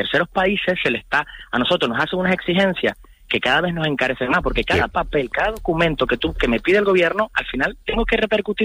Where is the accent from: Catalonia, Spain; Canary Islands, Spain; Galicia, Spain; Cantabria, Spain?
Canary Islands, Spain